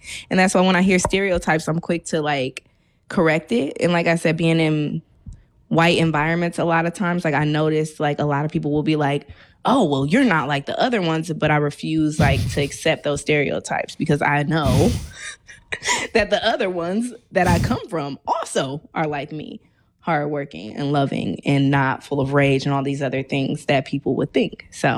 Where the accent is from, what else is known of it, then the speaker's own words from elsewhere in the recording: United States; So I feel like as African American